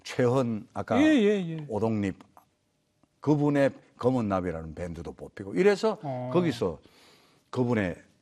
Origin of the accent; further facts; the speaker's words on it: South Korea; 제가 고향이 남쪽이라서 어릴 때부터 트로트를 많이 듣고 자랐습니다.